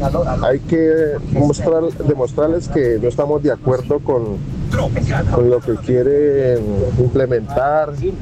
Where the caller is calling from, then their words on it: Colombia; los que nos vemos males somos nosotros, como colombianos.